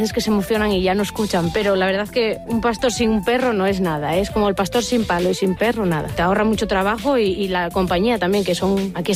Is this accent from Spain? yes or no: yes; Pola de Siero, Asturias, Spain; born there; soy nacida en Pola de Siero, cerca de Oviedo.